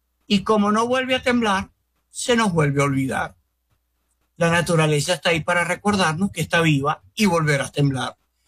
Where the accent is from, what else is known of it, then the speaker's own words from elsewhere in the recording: Venezuela; Lo primero que debemos entender como venezolanos es que justamente vivimos en un país sísmico.